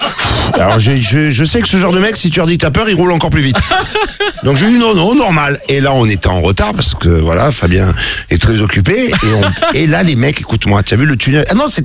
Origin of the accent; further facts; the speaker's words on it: Marseille, Provence-Alpes-Côte d'Azur, France; je suis Marseillais, j'ai roulé sans assurance, sans casque, jusqu'à l'âge de 20 ans.